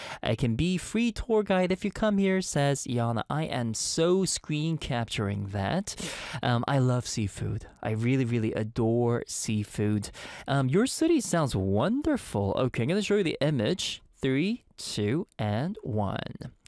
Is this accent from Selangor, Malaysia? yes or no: yes; Kuala Selangor, Selangor, Malaysia; to brag about my hometown where I grew up, Kuala Selangor. We have historic hill, firefly sanctuary.